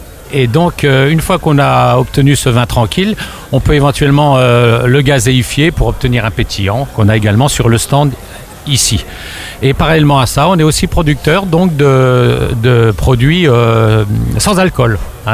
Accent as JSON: {"language": "French", "region": "Grand Est", "country": "France", "said": "on vient pour se présenter, on vient de la Meuse, en Lorraine. Et donc, on est producteur à la base de fraises."}